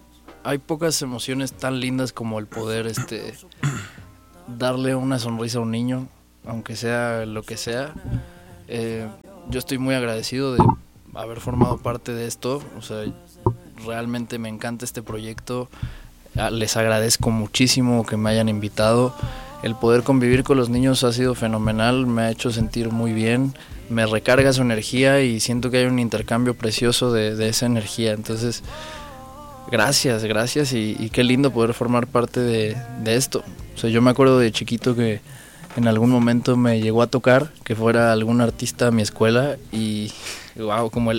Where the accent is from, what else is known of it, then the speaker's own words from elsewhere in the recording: Mexico City, Mexico; De Ciudad de México